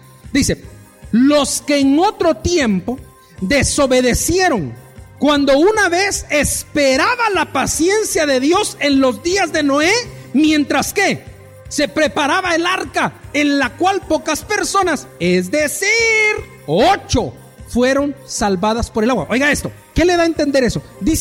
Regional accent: Guatemala; usted y yo somos guatemaltecos

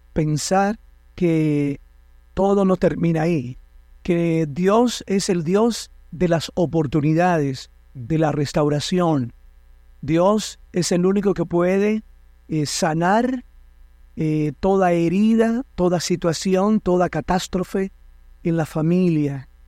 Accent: Puerto Plata, Dominican Republic; also born or lived in Santiago de los Caballeros; volvimos a Puerto Plata, a donde nací y a donde nacieron la mayoría de mis hermanos. Porque mi papá y mi mamá son de la segunda capital de la República Dominicana, Santiago de los Caballeros, pero tienen mucho tiempo establecidos en Puerto Plata

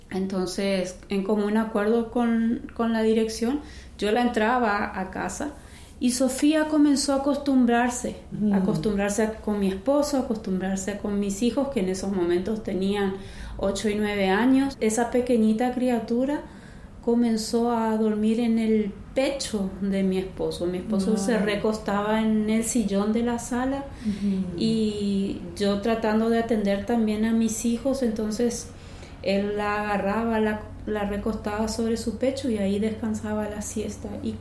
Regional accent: Montevideo, Uruguay; moved away as an adult; now in Asunción, Paraguay; soy de Uruguay, Montevideo, y estamos como misioneros en Paraguay con mi esposo y mis hijos.

